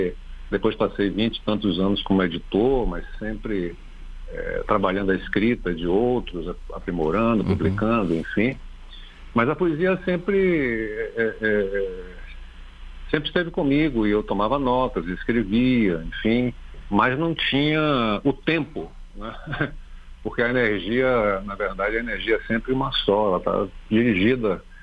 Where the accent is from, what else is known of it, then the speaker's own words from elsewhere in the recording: Salvador, Bahia, Brazil; born there; E lá em Salvador, onde nasci, e que se chamava exatamente Jornal da Bahia. E era o principal jornal do estado da Bahia.